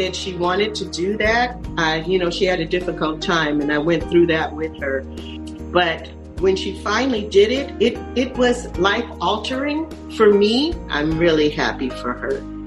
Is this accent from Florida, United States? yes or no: no; Chicago, Illinois, United States; Not to me, because I'm from Chicago.